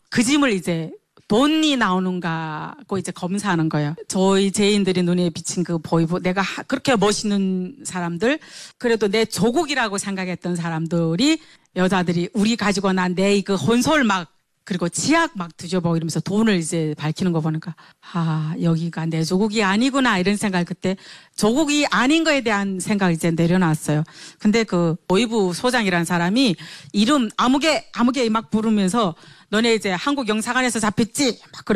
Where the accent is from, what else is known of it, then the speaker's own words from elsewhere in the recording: North Korea; moved away as an adult; also born or lived in China; 아, 내가 북한 사람이란 거 얘기해야 되나 말아야 되나 이런 고민이 있었는데 뭐 어쨌든 탈북에서 북한에서는 결혼 안 하고 중국에서 애 아빠를 만나서 살았지만